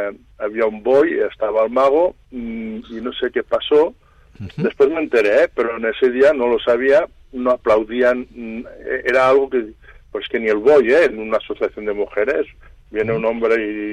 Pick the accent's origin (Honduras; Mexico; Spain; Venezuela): Spain; Ponts, Catalonia; fue precisamente en mi pueblo natal, en Pons.